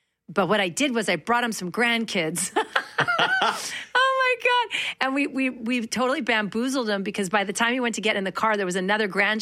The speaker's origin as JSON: {"language": "English", "region": "Manitoba", "country": "Canada", "tie": "born or raised there", "said": "Growing up in Manitoba, I always tell this story"}